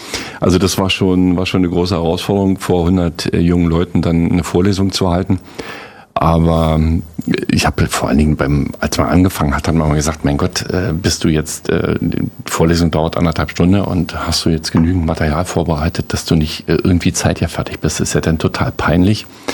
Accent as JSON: {"language": "German", "region": "Brandenburg", "country": "Germany", "tie": "born or raised there", "said": "aber am Ende ist Heimat bleibt Heimat und das meine Heimat ist Brandenburg."}